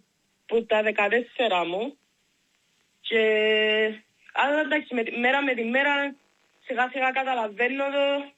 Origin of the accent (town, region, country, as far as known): Cyprus